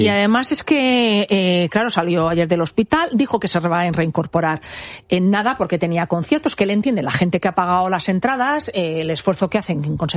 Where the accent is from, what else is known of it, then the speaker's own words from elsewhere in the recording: Mallorca, Balearic Islands, Spain; moved away; me voy a mi tierra, que tengo muchas ganas de irme. Me voy a Mallorca